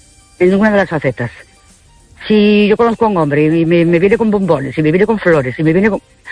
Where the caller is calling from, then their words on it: Ourense, Galicia, Spain; de Ourense.